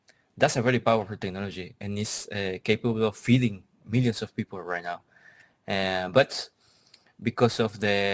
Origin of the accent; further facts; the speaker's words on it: Ixtepec, Oaxaca, Mexico; now in Brussels, Belgium; I'm from Oaxaca, and I'm from a special region that is called the Isthmus of Tehuantepec. It's the belt of Mexico, basically. It's the smallest region between the Gulf of Mexico and the Pacific Ocean.